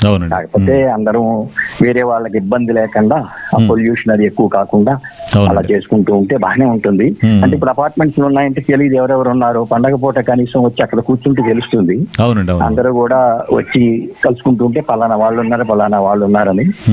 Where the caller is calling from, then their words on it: Hyderabad, Telangana, India; నేను హైదరాబాద్ నుంచి